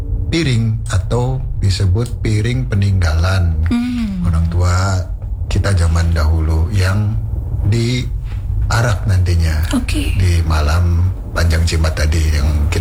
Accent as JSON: {"language": "Indonesian", "town": "Cirebon", "region": "West Java", "country": "Indonesia", "said": "kita orang Cirebon"}